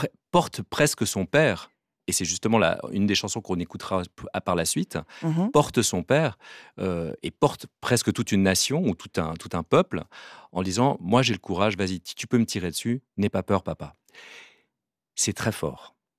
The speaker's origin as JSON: {"language": "French", "country": "Switzerland", "said": "Si on parle qu'on est suisse quand on va à l'étranger, souvent, Guillaume Tell, c'est un des personnages de légende qu'on connaît."}